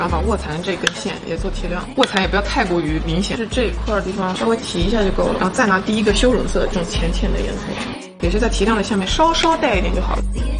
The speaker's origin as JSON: {"language": "Chinese", "country": "China"}